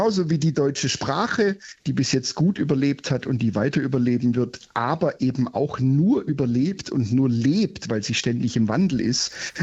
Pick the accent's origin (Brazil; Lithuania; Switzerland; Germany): Germany; Baden-Württemberg; Aber ich bin ja Schwabe und deswegen ist natürlich meine erste Kochwurst, zu der ich schon als kleines Kind gegriffen habe, die Seitenwurst